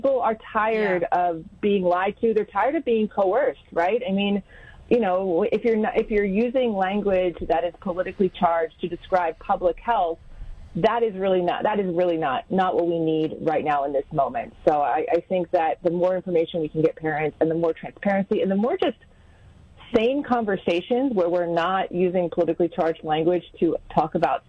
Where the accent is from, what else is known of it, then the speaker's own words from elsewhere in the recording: Pennsylvania, United States; Personally, as a mother, as a woman, as someone who was born and bred in Pennsylvania.